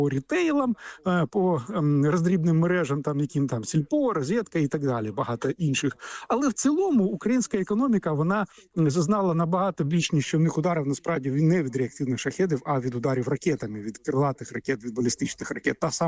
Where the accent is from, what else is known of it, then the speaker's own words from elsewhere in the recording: Sumy, Sumy Oblast, Ukraine; moved away; моє рідне місто Суми, в якому я був геть недавно.